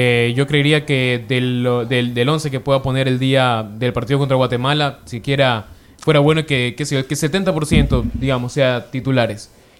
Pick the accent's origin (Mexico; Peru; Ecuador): Ecuador; nosotros como ecuatorianos